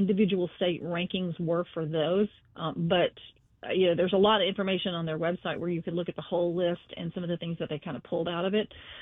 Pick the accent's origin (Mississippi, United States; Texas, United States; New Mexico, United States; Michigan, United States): Mississippi, United States; moved away; my home state, which is last. You know, shout out to Mississippi.